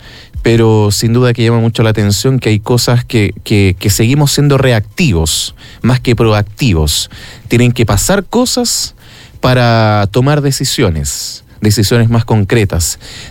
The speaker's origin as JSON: {"language": "Spanish", "town": "Los Vilos", "region": "Coquimbo", "country": "Chile", "tie": "born there", "said": "quienes somos de Los Vilos, sobre todo quienes hemos estudiado en el liceo"}